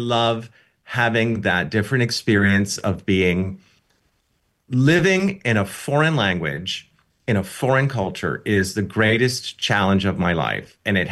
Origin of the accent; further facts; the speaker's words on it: United States; as an American